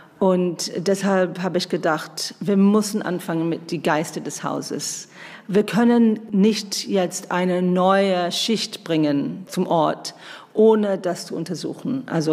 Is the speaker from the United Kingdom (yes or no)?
yes; United Kingdom; German is a second language; Ich komme aus Großbritannien